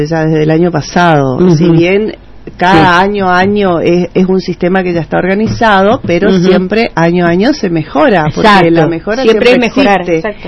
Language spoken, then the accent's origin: Spanish; Chaco, Argentina; el argentino y el chaqueño particularmente somos latinos